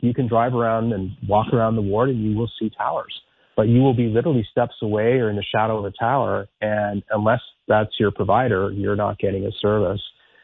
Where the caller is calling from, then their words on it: Ottawa, Ontario, Canada; Ironically, I'm calling you from Riverside South on a cell phone.